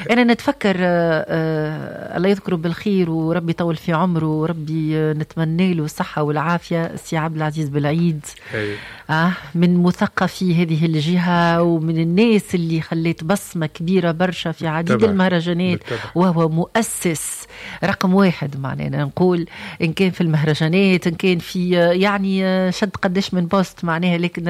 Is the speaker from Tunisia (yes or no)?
yes; Tunisia